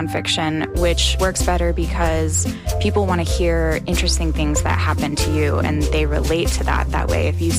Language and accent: English; Houston, Texas, United States; from Houston